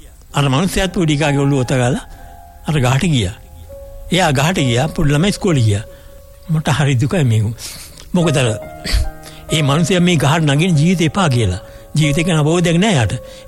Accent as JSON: {"language": "Sinhala", "town": "Beruwala", "region": "Western Province", "country": "Sri Lanka", "tie": "born or raised there", "also_born_or_lived": "Matara", "said": "මම ගම බේරුවල උපන්නේ, මාතර වුණාට පියාගේ ගමට බේරුවට ඇවිල්ලා මම ඉගෙන ගත්තේ බේරුව වලතර මහාවිද්‍යාලයේ අධ්‍යාපනය ලැබුවේ."}